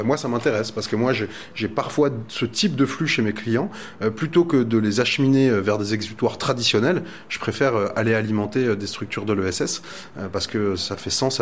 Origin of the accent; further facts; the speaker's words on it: Grand Est, France; now in Finistère, France; moi, je suis un Alsacien, donc de natif.